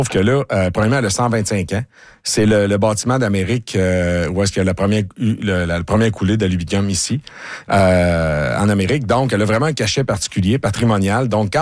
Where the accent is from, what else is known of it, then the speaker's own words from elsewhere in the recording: Saint-Alexis-des-Monts, Quebec, Canada; Je viens de Saint-Alexis-des-Monts.